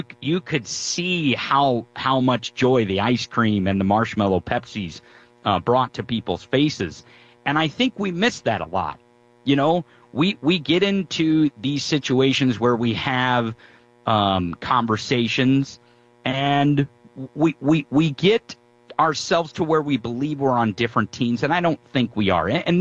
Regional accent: Eldon, Missouri, United States; I grew up in Eldon, and my grandparents owned Kaufman Beach Resort at Rocky Mount

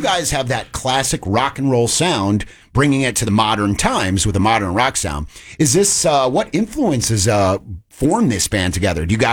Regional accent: New Jersey, United States; moved away; I am proudly from the terrible state of New Jersey. And I left just like you.

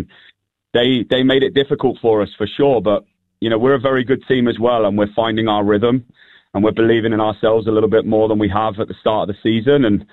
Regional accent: England, United Kingdom; now in Asheville, United States; I'm English

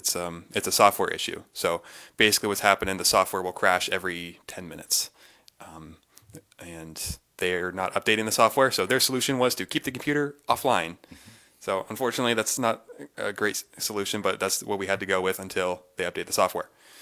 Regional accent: California, United States; moved away as an adult; now in Sandpoint, United States; I grew up in Northern California and moved here about 5 years ago. So, Sandpoint transplant as well.

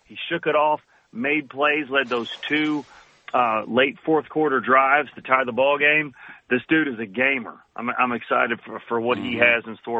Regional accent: United States; now in Louisville, United States; part of who we are as Americans

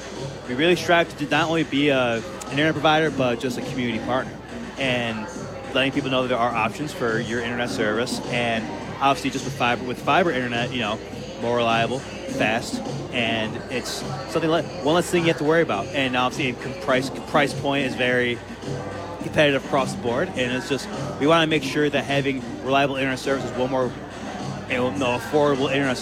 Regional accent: Binghamton, New York, United States; I grew up in Binghamton

